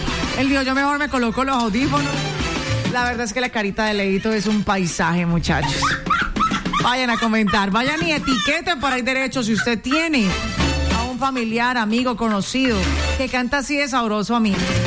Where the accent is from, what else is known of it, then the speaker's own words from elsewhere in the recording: Cali, Valle del Cauca, Colombia; nos unimos más como caleños